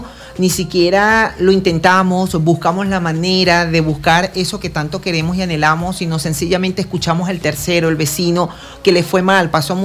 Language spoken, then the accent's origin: Spanish; Venezuela; tenemos como venezolano